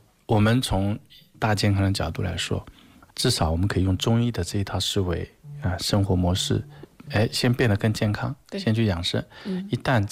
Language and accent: Chinese; China; 我们中国人